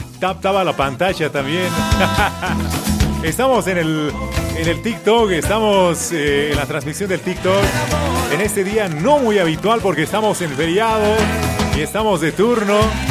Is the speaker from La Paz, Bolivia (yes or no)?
yes; La Paz, Bolivia; estamos orgullosos de ser paseños y lo gritamos a los cuatro vientos. Y cuando nos vamos al interior del país, ¿de dónde eres vos? Yo soy de La Paz